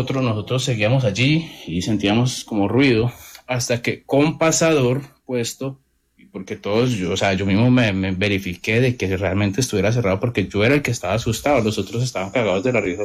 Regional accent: Manizales, Caldas, Colombia; Digamos que la historia es en Manizales, yo soy de Manizales.

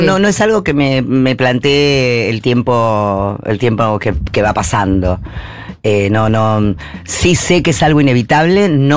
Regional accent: Buenos Aires, Argentina; que vengo de Floresta

